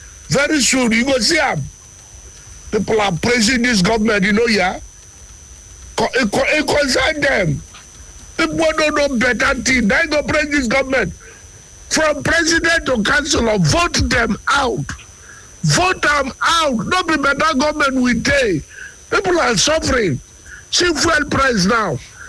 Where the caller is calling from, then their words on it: Okrika, Rivers, Nigeria; calling from Okrika.